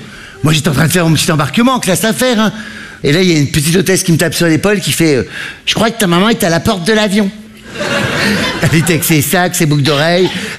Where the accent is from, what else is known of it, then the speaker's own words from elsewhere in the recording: Hauts-de-France, France; Et je viens d'une bonne famille du Nord avec une maman qui fait ma taille, 130 kilos.